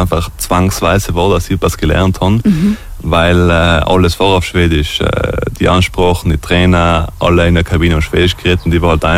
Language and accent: German; Trentino-Alto Adige, Italy; moved away; als Italiener, als Südtiroler